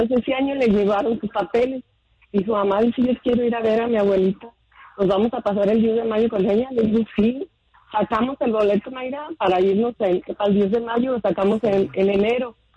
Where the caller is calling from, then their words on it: Michoacán, Mexico; Yo soy de Michoacán